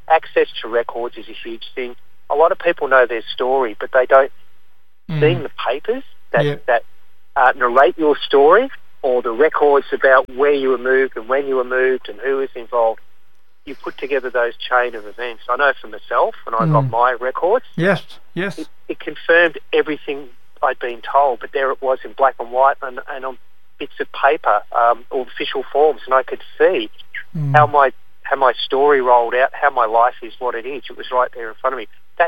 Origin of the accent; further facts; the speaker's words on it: Shepparton, Victoria, Australia; now in Melbourne, Australia; I'm from Shepparton.